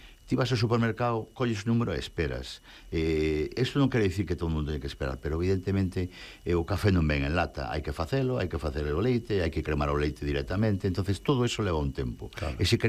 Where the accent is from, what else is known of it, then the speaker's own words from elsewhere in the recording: Galicia, Spain; Pois aí, como bo galego, teño que dicir que depende.